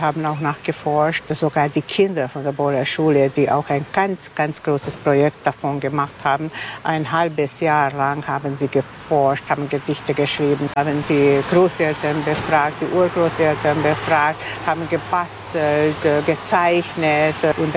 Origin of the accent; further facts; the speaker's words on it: Liptód, Baranya, Hungary; now in Bóly, Hungary; Ich stamme aus Liptow, aus Litauen. Ja, ein ganz kleines Dorf in der Pranau, aber nicht weit von hier. Und ich lebe seit Jahrzehnten, seit über 40 Jahren jetzt schon hier in Buhl.